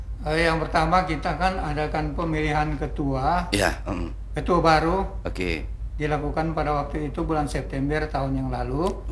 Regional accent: North Sulawesi, Indonesia; now in Banjarmasin, Indonesia; Kawanua itu artinya kita dari asalnya dari Sulawesi Utara.

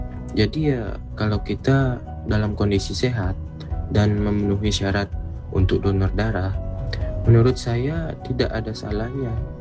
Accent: Batur Selatan, Bali, Indonesia; Saya dari Batur Selatan.

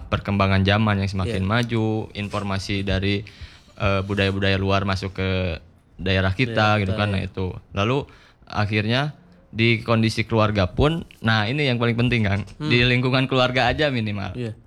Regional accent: Lembang, West Java, Indonesia; memang di latar belakangi saya di Lembang ya, saya orang asli Lembang

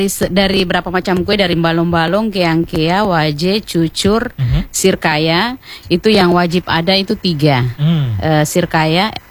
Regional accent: Latompe, Indonesia; born there; Jadi Latompe itu adalah desa kelahiran saya.

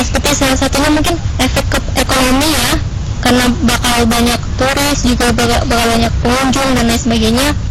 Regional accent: West Nusa Tenggara, Indonesia; dari KSB, Kota Nusa Barat.

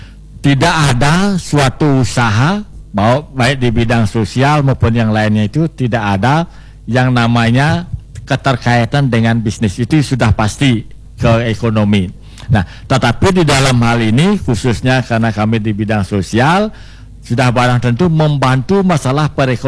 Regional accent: Bali, Indonesia; Kami orang Bali tidak tidak rasis.

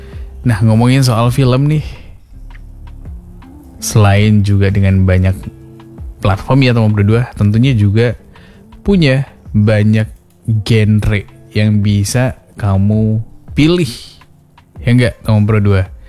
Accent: West Sumatra, Indonesia; kita sebagai warga Sumatera Barat

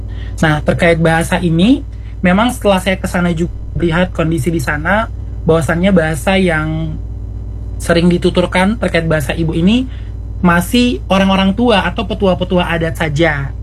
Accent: Papua, Indonesia; bahasa daerah ini memang kita Papua sangat unggul ya, sangat unggul dan mempunyai bahasa daerah terbanyak dibandingkan provinsi-provinsi yang ada di Indonesia

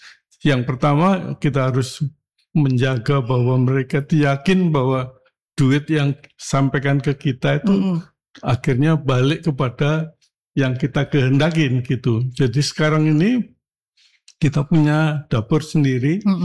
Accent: Surabaya, East Java, Indonesia; now in Medan, Indonesia; Surabaya itu kampung saya ya.

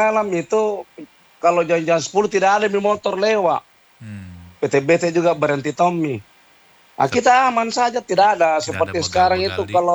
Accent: Makassar, South Sulawesi, Indonesia; saya lahir di Makassar

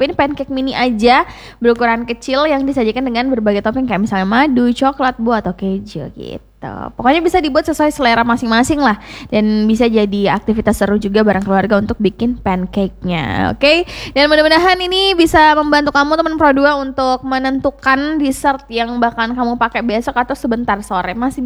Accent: Makassar, South Sulawesi, Indonesia; untuk kita-kita, apalagi orang Makassar

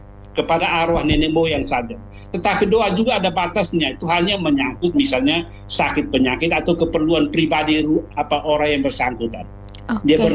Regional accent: East Nusa Tenggara, Indonesia; first language Dawan; kalau kami orang Timur yang berbahasa Dawan, yang walaupun sudah beragama itu menyebut Tuhan Allah itu dengan istilah Wisneno.

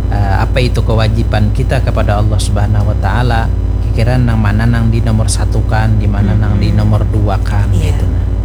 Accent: Banjar, South Kalimantan, Indonesia; kebiasaan orang kita Banjar ini

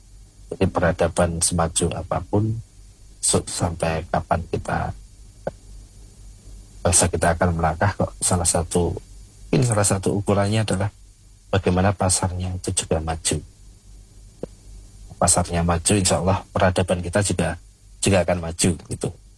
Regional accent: Ponorogo, East Java, Indonesia; now in Yogyakarta, Indonesia; walaupun saya orang Ponorogo tinggal di Jogja

